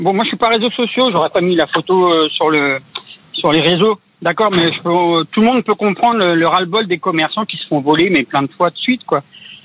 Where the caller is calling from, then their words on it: La Suze-sur-Sarthe, Pays de la Loire, France; De la Suze, sur Sarthe, à côté du Mans.